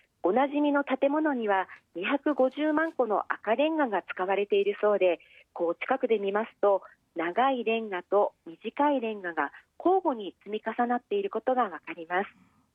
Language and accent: Japanese; Sapporo, Hokkaido, Japan; 愛してやまない地元札幌の観光をしてきました